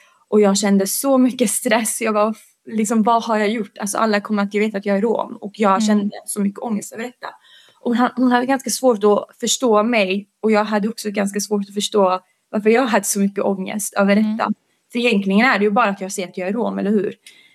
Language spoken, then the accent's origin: Swedish; Bosnia & Herzegovina; now in Sweden